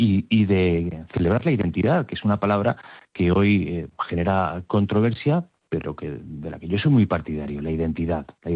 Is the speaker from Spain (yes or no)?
yes; Spain